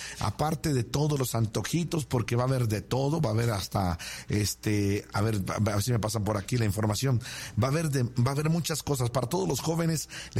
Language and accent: Spanish; Mexico; yo soy mexicano, aunque parezco europeo, especialmente por los ojos azules y el pelo rubio, rubio, y mi piel güera, güera